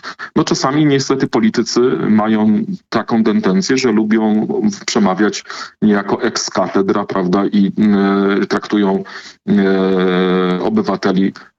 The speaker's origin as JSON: {"language": "Polish", "town": "Kościerzyna", "region": "Pomeranian Voivodeship", "country": "Poland", "said": "Ja pochodzę z takiego małego miasta na Kaszubach, się nazywa Kościerzewa"}